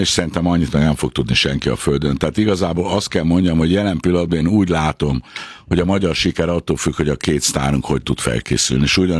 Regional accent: Hungary

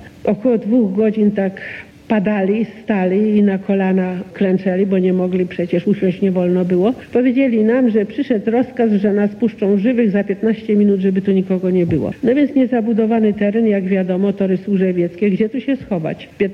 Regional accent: Warsaw, Masovian Voivodeship, Poland; moved away; Jestem warszawianką, dokładnie mokotowianką.

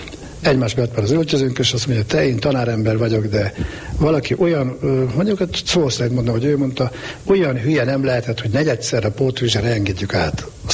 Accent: Hungary; magyar ember vagyok.

